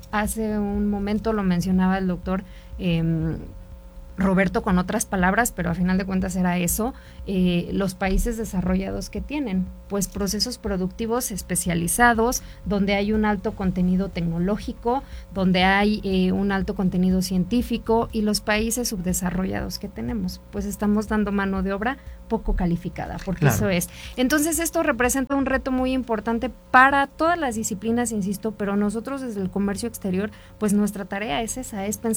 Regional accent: Villa de Tezontepec, Hidalgo, Mexico; born there; soy hidalguense, nací en el municipio de Villa de Tezontepec

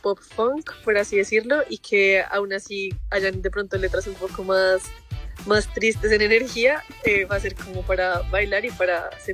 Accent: Bogotá, Colombia; Soy de Bogotá, de Colombia, como nos contaba Joan.

